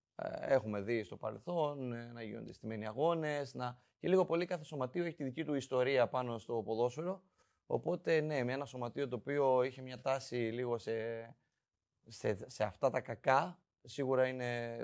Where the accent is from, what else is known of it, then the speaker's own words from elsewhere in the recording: Greece; ως Έλληνες